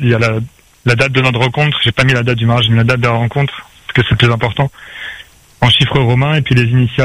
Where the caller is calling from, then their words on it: Réunion; Moi, je suis réunionnais depuis Marmain.